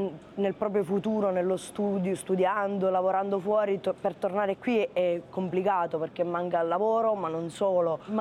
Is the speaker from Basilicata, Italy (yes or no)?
yes; Rotonda, Basilicata, Italy; al momento non immagino una vita fuori da Rotonda. Mi piace vivere